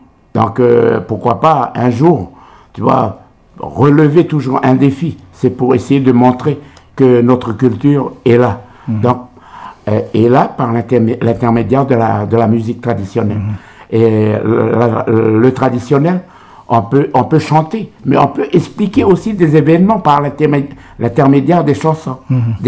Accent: New Caledonia; now in Nouméa, New Caledonia; Ici à Nouméa, mais on est originaire de la tribu de l'Arête, de l'Eni.

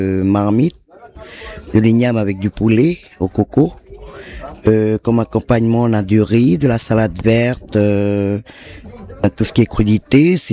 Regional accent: La Roche, Loyalty Islands Province, New Caledonia; Je viens de la tribu de La Roche.

